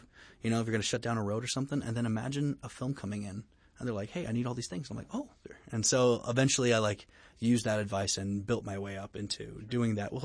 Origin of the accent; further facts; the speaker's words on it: El Paso, Texas, United States; also born or lived in Los Angeles; Here in El Paso. I was raised primarily in El Paso and on and off in L.A. because my dad lived there, my mom lived here.